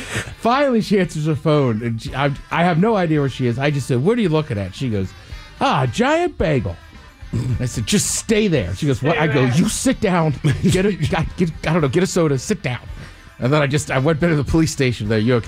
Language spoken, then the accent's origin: English; College Park, United States; Because I grew up in College Park, so there's like parties all over, even like the neighborhood I grew up on a Saturday night.